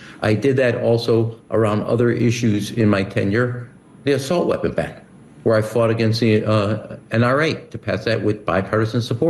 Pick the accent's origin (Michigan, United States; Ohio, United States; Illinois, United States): Illinois, United States; Chicago; And I'm from Chicago. I know everything there you need to know around corruption.